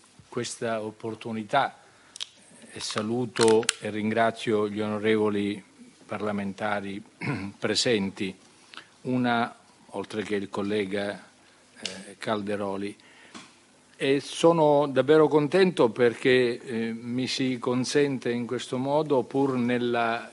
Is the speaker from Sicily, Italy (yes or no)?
yes; Sicily, Italy; lo dico da siciliano